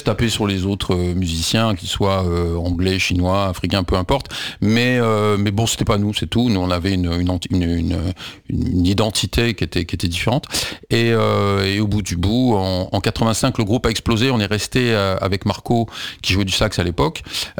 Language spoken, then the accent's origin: French; France; mais sauf que nous on est français, on veut être compris